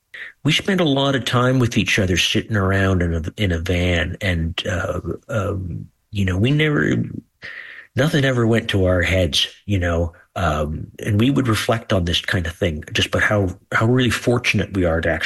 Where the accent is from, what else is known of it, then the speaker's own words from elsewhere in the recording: Kingston, Ontario, Canada; We're just guys from Kingston, Ontario.